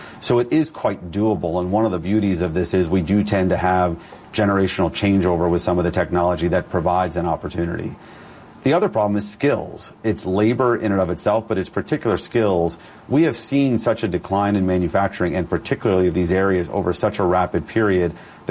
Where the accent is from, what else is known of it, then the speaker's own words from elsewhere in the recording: New York, United States; now in Washington, United States; I am born and raised in New York, and so yes, I have to be a Knicks fan